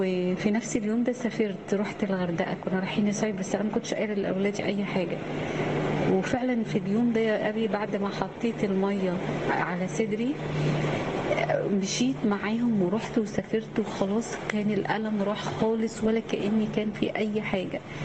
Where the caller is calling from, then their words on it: Cairo, Cairo Governorate, Egypt; انا بنتك من القاهره عايزه احكي معجزتين حصلوا معايا من سنتين